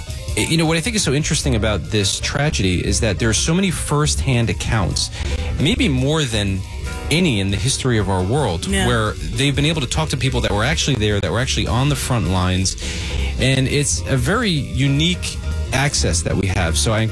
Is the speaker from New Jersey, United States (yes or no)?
yes; New Jersey, United States; I grew up in North Jersey